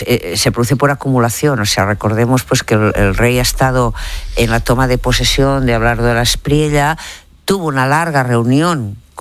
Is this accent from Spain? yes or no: yes; Catalonia, Spain; el 3 de octubre del 17, recuérdese que soy catalana, yo que vi ese discurso desde la taberna del Gijón, no el café, yo los lagrimones me caían